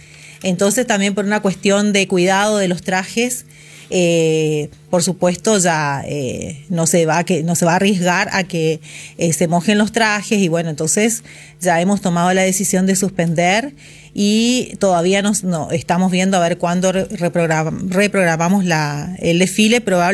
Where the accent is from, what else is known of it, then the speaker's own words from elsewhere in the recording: Corrientes, Argentina; Yo soy correntina. Soy correntina, así que yo siempre digo más correntina que el yacaré.